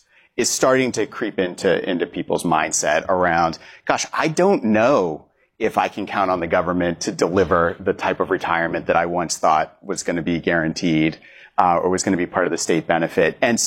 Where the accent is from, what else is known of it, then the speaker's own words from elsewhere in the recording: United States; moved away as an adult; now in London, United Kingdom; so you can tell from my accent, obviously I'm American, but transplanted to London 2 years ago to lead Vanguard's European business.